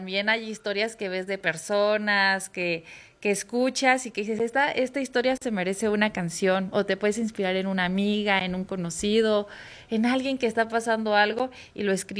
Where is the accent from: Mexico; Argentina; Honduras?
Mexico; Zinapécuaro, Michoacán; Sinapecuaro, Michoacán.